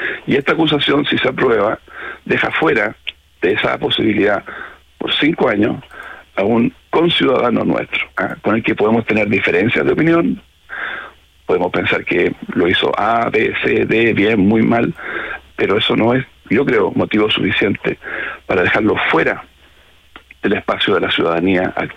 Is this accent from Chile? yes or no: yes; Chile; Yo como ciudadano chileno tengo derecho, si es que alguien quiere que yo participe ahí, a ser parte de la administración pública.